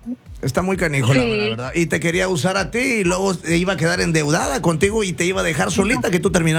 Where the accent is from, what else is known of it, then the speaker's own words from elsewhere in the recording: Mexico; Yo también soy mexicano